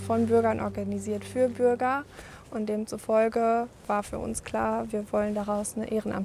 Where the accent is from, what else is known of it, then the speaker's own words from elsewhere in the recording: Melle, Lower Saxony, Germany; ich bin gebürtige Mellnerin und auch nach meinem Studium in Dortmund dann wieder hier hingezogen